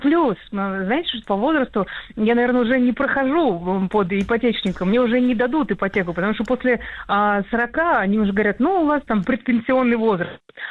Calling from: Moscow, Russia; вы сказали, что я из Москвы, у меня страх, наверное, как и у большинства москвичей, открывающих сайты по продаже недвижимости.

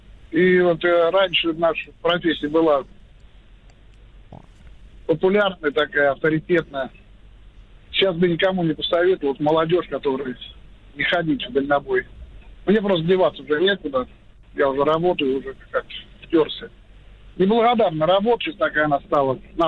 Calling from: Tambov, Tambov Oblast, Russia; Город Тамбов

